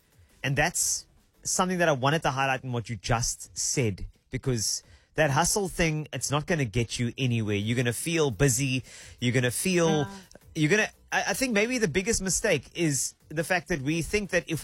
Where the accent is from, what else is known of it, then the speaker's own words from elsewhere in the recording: South Africa; I think it's just because the culture of how we grew up in South Africa.